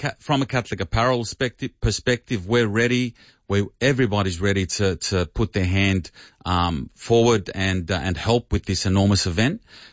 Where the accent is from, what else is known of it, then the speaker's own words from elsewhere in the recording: Sydney, New South Wales, Australia; From Roselands.